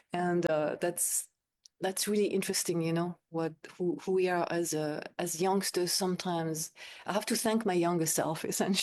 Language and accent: English; France; also born or lived in United Kingdom; now in New York, United States; I remember arriving from the UK, which I didn't like very much. It was in the 90s, you know. And I didn't really love growing up in France either. And I remember arriving in New York